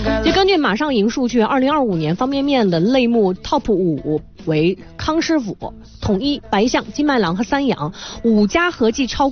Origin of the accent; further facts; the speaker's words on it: Xinjiang, China; 是的呢，我是新疆的。